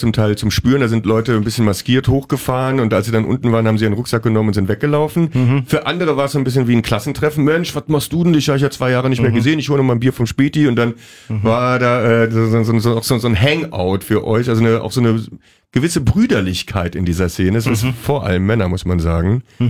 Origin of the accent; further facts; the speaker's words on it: West Germany, Germany; Dieses alte Poesie-Ding, das in den ganzen Ostrock-Sachen für mich als Wessi immer so rausscheint.